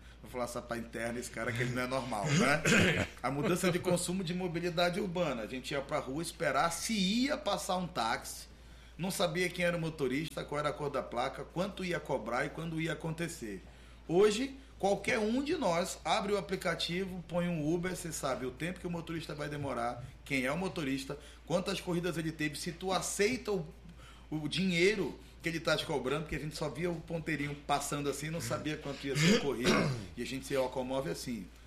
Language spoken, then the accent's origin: Portuguese; Manaus, Amazonas, Brazil; now in Fortaleza, Brazil; Eu sou do Amazonas